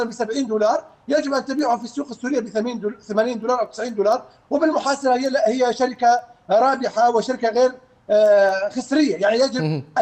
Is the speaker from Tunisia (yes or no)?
no; Syria